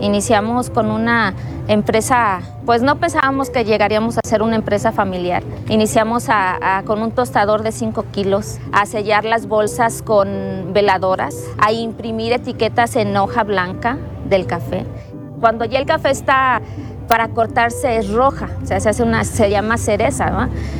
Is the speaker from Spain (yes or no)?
no; Compostela, Nayarit, Mexico; born there; also born or lived in Michoacán; Nosotros veníamos de Michoacán. Mi papá es maestro y se va a Michoacán, se casa con mi mamá y regresamos a vivir a Nayarit.